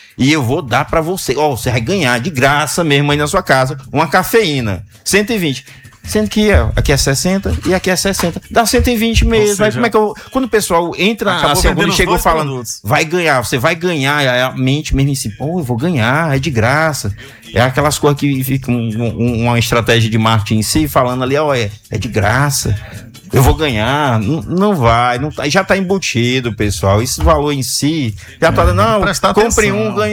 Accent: Teresina, Piauí, Brazil; Eu sou da Zona Norte, fui criado na Zona Norte, mas hoje em dia eu moro aqui já pertozinho, assim, mas eu amo a Zona Norte.

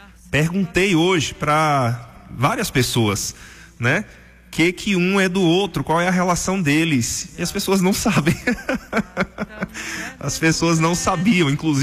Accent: São Paulo, Brazil; born there; A capital também que eu sou apaixonado, minha terra, onde eu nasci. E apesar de ter vivido lá pouquíssimo tempo, mas eu tenho uma paixão inexplicável por São Paulo.

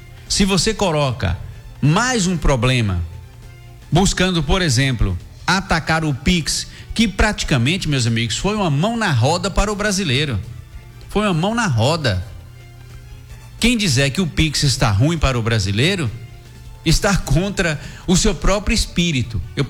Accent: Brazil; nós que somos brasileiros

